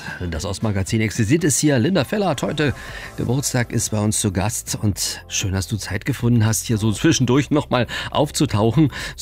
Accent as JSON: {"language": "German", "town": "Lübbenau", "region": "Brandenburg", "country": "Germany", "said": "Ich komme aus Lübbenau"}